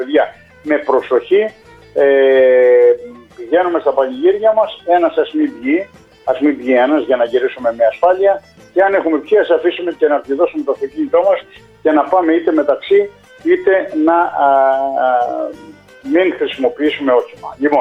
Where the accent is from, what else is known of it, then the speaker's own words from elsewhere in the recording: Monokampi, North Aegean, Greece; στο χωριό μου, το μονοκάμπι της Ικαρίας.